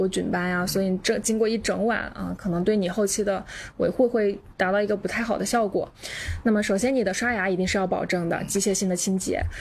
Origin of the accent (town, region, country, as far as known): China